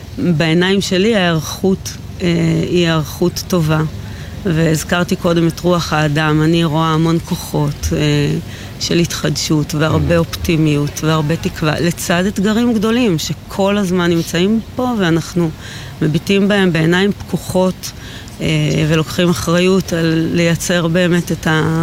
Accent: Gaza Strip, Palestine; now in Sderot, Israel; לא, לא, אני לא... גדלתי בגוש קטיף

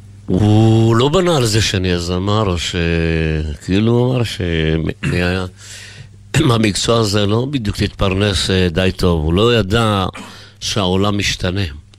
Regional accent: Ramat HaSharon, Tel Aviv District, Israel; born there; אני נולדתי במורשה ברמת השרון.

